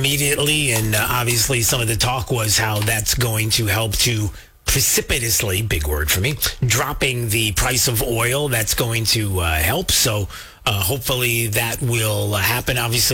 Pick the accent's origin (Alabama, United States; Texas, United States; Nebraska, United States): Alabama, United States; I'm still from Alabama.